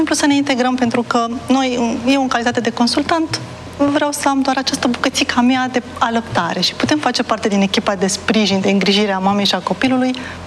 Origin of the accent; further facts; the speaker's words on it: Brașov, Brașov County, Romania; Aici în București este deja o maternitate, în Brașov, acolo de unde sunt eu, în Timișoara.